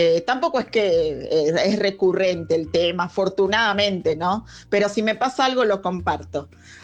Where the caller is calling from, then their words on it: Temperley, Buenos Aires Province, Argentina; Buenas noches … de Temperley.